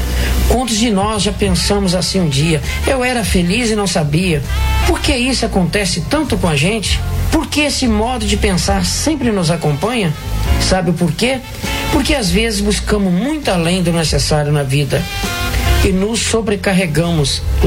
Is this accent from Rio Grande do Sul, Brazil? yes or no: no; Piraúba, Minas Gerais, Brazil; now in Boston, United States; Sou mineiro da cidade de Piraúba e vivo aqui nos Estados Unidos há quase 21 anos